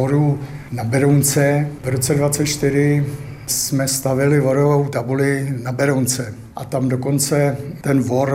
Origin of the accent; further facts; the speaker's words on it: Prague, Czechia; pocházím tady z Podskalí